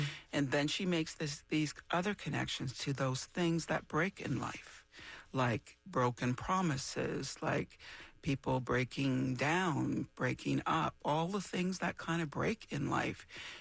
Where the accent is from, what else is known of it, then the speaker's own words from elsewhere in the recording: Temagami, Ontario, Canada; when I grew up in Tomogamy, in Northern Ontario